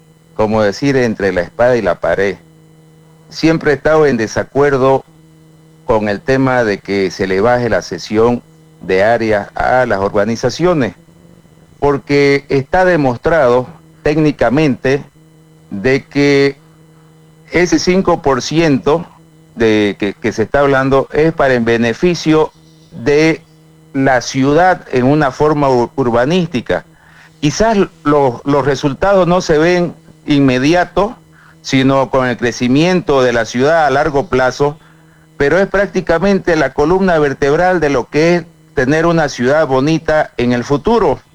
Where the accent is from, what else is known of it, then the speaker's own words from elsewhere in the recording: Bolivia; para que ojalá que podamos tener todas las opciones para poder seguir creciendo como bolivianos y revertir lo que ha estado pasando en los últimos años.